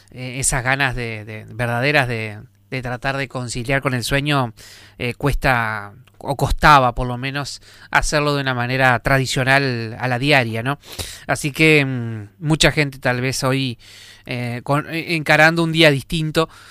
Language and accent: Spanish; Argentina; como ciudadanos argentinos, estamos en una final